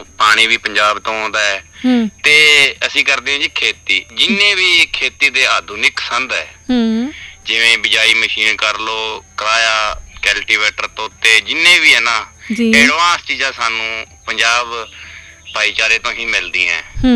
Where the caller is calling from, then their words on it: Sri Ganganagar, Rajasthan, India; ਸਾਡਾ ਜ਼ਿਲ੍ਹਾ ਸ੍ਰੀ ਗੰਗਾਨਗਰ ਰਾਜਸਥਾਨ ਤੋਂ ਬੋਲਦੇ ਹੈ